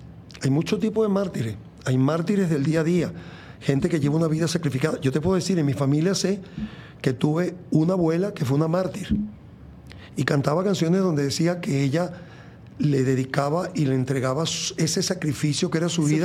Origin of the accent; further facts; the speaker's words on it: Venezuela; moved away; Y yo le he preguntado a carpinteros, plomeros, gente de mi país, de Venezuela